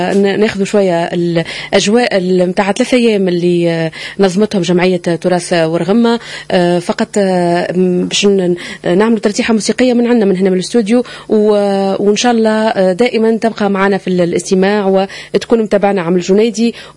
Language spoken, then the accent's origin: Arabic; Tunisia; اللهجة متاعنا في جهتنا جهة الجنوب الشرقي